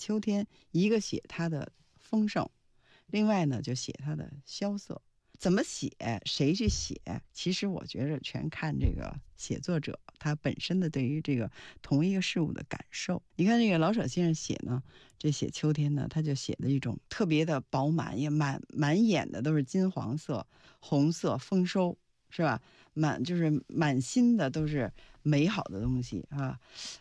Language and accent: Chinese; Beijing, China; 作为老北京，我可能在东城区再转悠了。